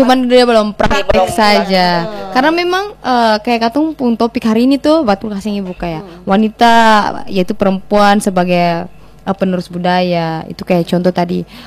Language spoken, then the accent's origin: Indonesian; Ambon Island, Maluku, Indonesia; bahasa Ambon yang katong pakai saat-saat ini di Pulau Ambon ini, bukan bahasa Ibu memang dari Seram bukan.